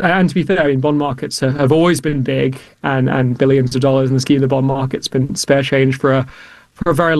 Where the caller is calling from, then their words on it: London, United Kingdom; and it's worth noting the irony that Secretary Bessent, of all people, who I'm calling in from London